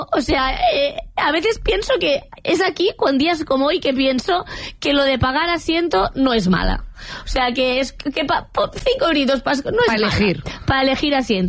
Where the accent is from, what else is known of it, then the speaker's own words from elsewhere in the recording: Catalonia, Spain; como persona catalana esto me